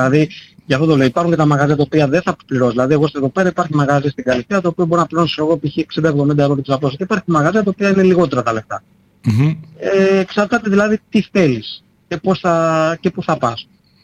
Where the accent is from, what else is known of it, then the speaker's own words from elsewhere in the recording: Athens, Attica, Greece; now in Chalkidiki, Greece; επειδή έμεινα και στην Αθήνα, όταν μεγάλωσα στην Αθήνα